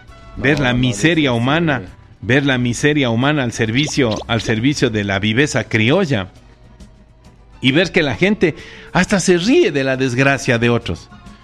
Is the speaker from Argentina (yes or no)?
no; Ecuador; Yo soy ecuatoriano, soy vivo.